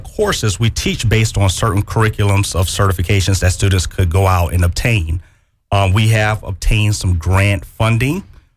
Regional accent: Sumter, South Carolina, United States; So I'm from right here in Sumter, born and raised

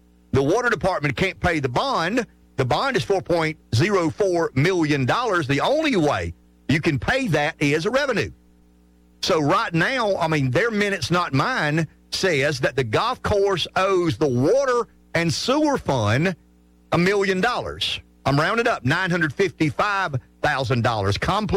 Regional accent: Pamplico, South Carolina, United States; I'm from Pamplico

